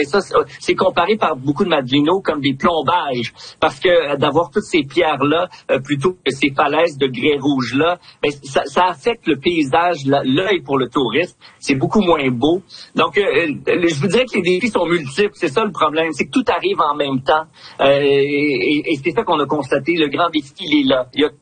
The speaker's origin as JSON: {"language": "French", "region": "Quebec", "country": "Canada", "said": "c'est chez nous, au Québec, là."}